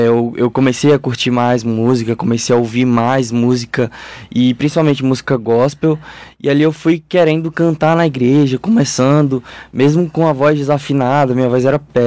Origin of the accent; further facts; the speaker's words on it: Juazeiro, Bahia, Brazil; eu sou um jovem de 22 anos. Sou de Juazeiro da Bahia.